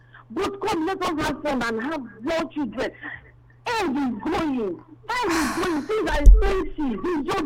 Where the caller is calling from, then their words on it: Port Harcourt, Rivers, Nigeria; This is we're calling you from Port Harcourt.